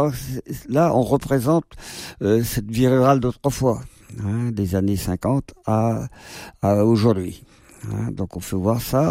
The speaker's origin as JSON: {"language": "French", "town": "Les Herbiers", "region": "Pays de la Loire", "country": "France", "said": "Déjà, chez nous aux Herbiers, il y avait encore des bœufs, vers 68 encore, qui étaient encore utilisés."}